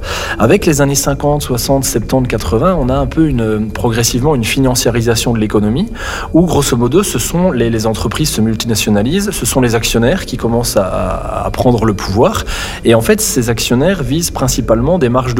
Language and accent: French; Belgium; moi je suis belge